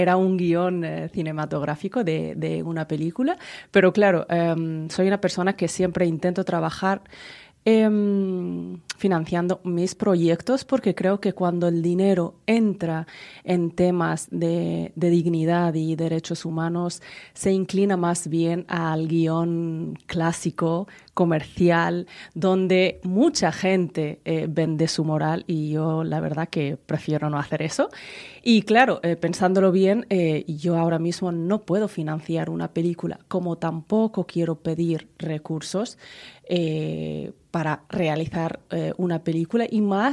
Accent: Western Sahara; considero que los saharauis somos saharauis, tenemos un Estado reconocido por más de 80 países.

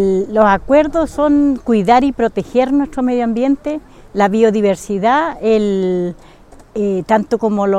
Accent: Reigolil, Araucanía, Chile; Mari Mari … soy de Reigolil

